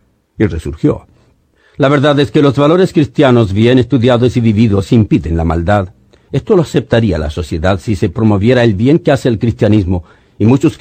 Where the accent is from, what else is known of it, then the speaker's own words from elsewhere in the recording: Chile; como ocurre en mi país, en Chile